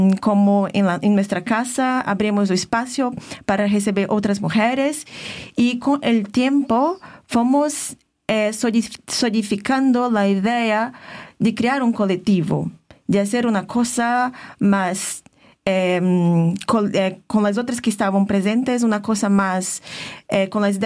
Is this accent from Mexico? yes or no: no; Pará, Brazil; Yo vengo de la Amazonía. Yo vengo de estado que se llama Pará, entonces vengo de una región que es bañada por el río Tapajós, que es un río muy grande, uno de los brazos del río Amazonas.